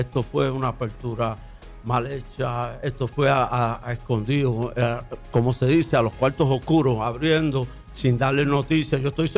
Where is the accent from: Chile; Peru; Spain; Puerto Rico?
Puerto Rico; Fajardo; yo soy de aquí de Fajardo y yo ando por todos los lados.